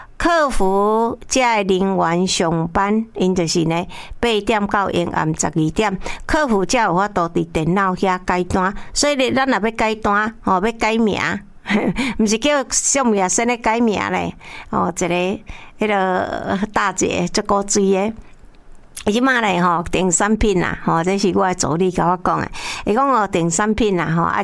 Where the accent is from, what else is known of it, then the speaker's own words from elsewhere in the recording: Pingtung County, Taiwan; 那我们屏东哈，因为我是屏东人啊